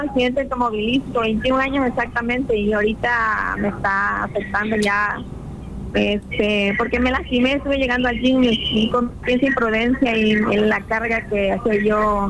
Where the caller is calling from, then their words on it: Cárdenas, Tabasco, Mexico; soy de Cárdenas.